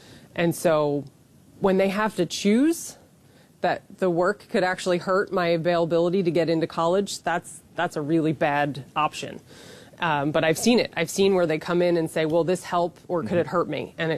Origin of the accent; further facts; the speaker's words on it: East Coast, United States; I'm from the East Coast, so they shovel snow, like things like that.